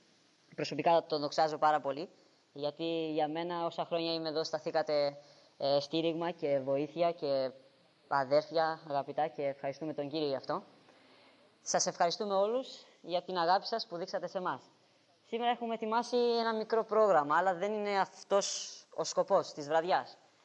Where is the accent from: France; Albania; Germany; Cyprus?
Albania; Greek is a second language; now in Corinth, Greece; Είμαστε έτσι παιδιά από Αλβανία.